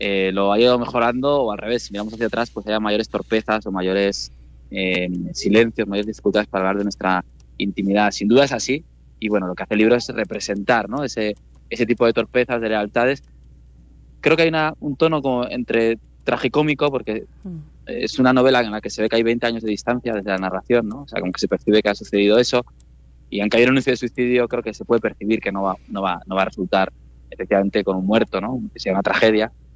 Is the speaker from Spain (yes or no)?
yes; Pamplona, Navarre, Spain; Yo soy de Pamplona, que es una ciudad medio vasco parlante, y no hablo la lengua